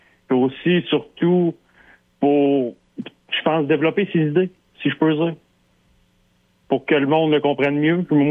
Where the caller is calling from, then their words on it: Charlevoix, Quebec, Canada; Moi, je viens de Charlevoix, OK?